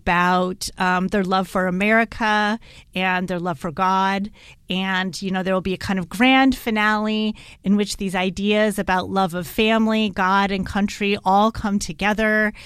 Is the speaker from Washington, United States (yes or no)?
no; Missouri, United States; also born or lived in East Coast; now in St. Louis, United States; I grew up in Missouri, so I always knew about Branson.